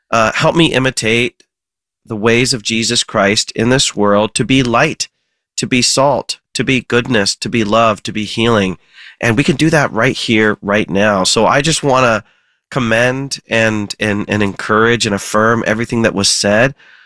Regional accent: Ohio, United States; I grew up in Ohio. I love the environment I grew up in. I loved my neighborhood, my church.

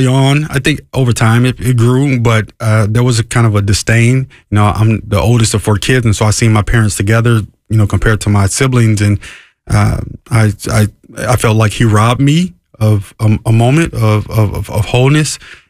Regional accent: Harvey, Illinois, United States; Yeah, I grew up in the inner city of Chicago, a south suburb, Harvey, Illinois.

